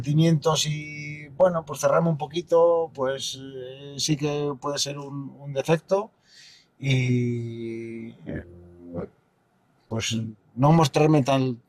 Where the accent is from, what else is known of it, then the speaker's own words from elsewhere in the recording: León, Castile and León, Spain; born there; soy un enamorado de León